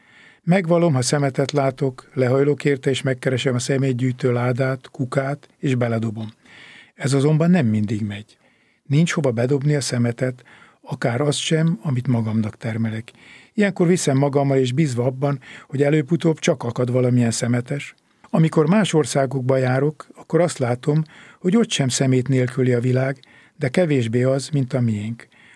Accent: Törökkoppány, Somogy, Hungary; moved away; Emlékszem, szülőfalunkban, Törökkoppányban

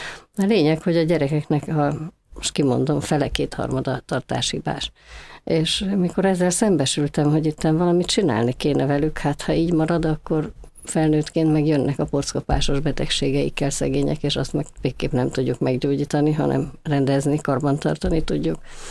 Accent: Budapest, Hungary; A Gellért-hegyen laktunk kiskoromban, úgyhogy ott kezdtem a Köböl utcai általános iskolában. Aztán Pestre költöztünk, és a Szemere utcai általános iskolában folytattam.

